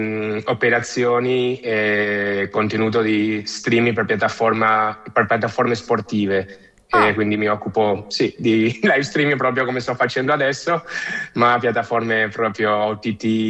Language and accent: Italian; Buenos Aires, Argentina; moved away as an adult; also born or lived in Genoa, Italy; Sono originario di Genova, ma sono partito da bambino quando avevo più o meno 3 anni e verso Sud America. Ho vissuto quasi tutta la mia vita in Argentina, a Buenos Aires, dove ci sono anche tanti liguri